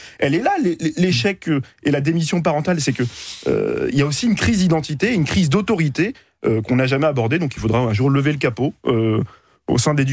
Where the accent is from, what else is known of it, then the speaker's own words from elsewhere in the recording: France; born there; Je suis né en France.